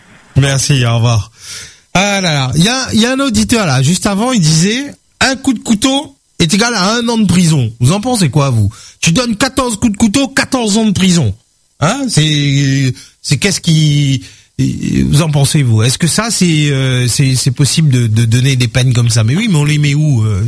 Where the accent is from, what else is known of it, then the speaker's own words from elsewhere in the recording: France; Mais oui, mais on aime râler nous, on est des Français, on râle.